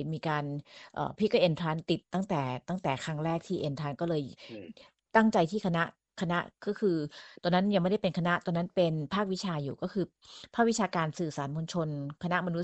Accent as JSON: {"language": "Thai", "region": "Lampang", "country": "Thailand", "tie": "born or raised there", "said": "คนลำปางใช่แล้วก็เรียนที่ลำปางตลอดตั้งแต่อนุบาลยันมัธยม"}